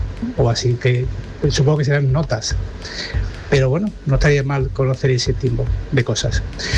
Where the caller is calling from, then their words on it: Córdoba, Andalusia, Spain; Buenos días … de Córdoba.